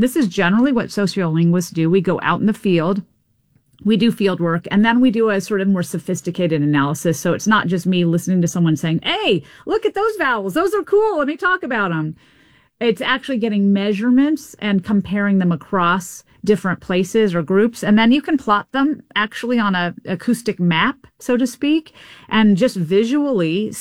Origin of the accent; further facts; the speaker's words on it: the South, United States; And I grew up in the South, an urban area of the South.